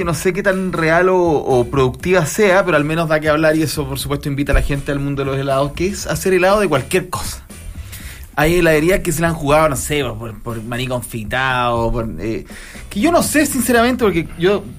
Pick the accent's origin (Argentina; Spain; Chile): Chile